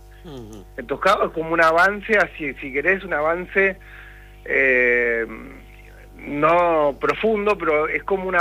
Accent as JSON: {"language": "Spanish", "town": "Junín", "region": "Buenos Aires Province", "country": "Argentina", "said": "yo soy acá de Junín, acá en Junín dentro de todo me ha pasado de cuando llueve salís, pero vas a Pergamino y te quedás seguro"}